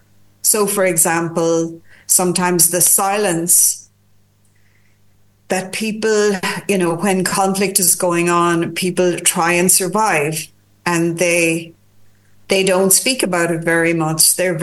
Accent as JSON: {"language": "English", "country": "Ireland", "said": "I'm Irish"}